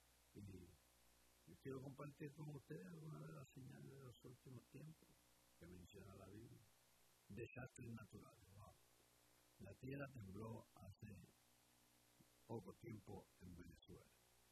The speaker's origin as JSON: {"language": "Spanish", "town": "Vega Baja", "country": "Puerto Rico", "said": "Yo soy del pueblo de Vega Baja"}